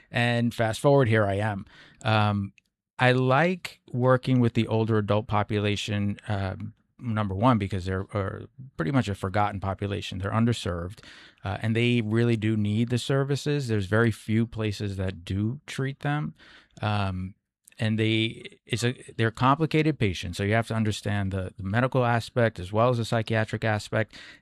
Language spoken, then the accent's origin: English; New York City, New York, United States; moved away as an adult; also born or lived in Connecticut; now in New Hampshire, United States; I'm Bronx, New York, born and raised. And I was working in Connecticut at the time that right before I moved here.